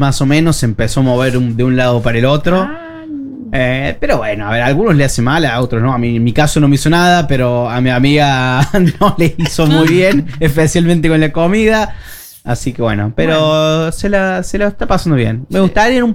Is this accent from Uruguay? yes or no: no; Argentina; now in Oslo, Norway; Como somos los argentinos, eso, de Argentina